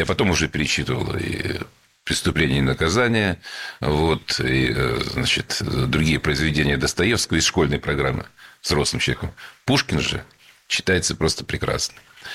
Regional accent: Saint Petersburg, Russia; те же «Три сестры», мы ходили смотреть БДТ-постановку, великий театр моего родного города.

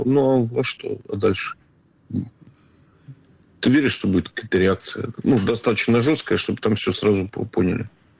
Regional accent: St Petersburg, Russia; те самые камыши, в которых я вырос в Петербурге, да, и в Изабе.

